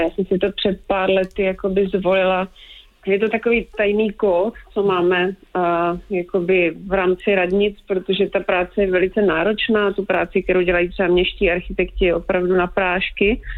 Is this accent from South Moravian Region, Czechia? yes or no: yes; Brno, South Moravian Region, Czechia; jak jsem z Brna, tak já jsem vždycky jezdila do Vídně často